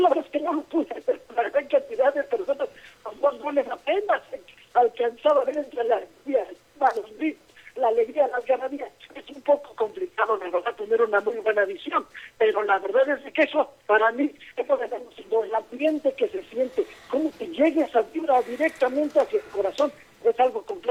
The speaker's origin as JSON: {"language": "Spanish", "country": "Mexico", "said": "tener esa unidad que tanto nos hace falta aquí como mexicanos."}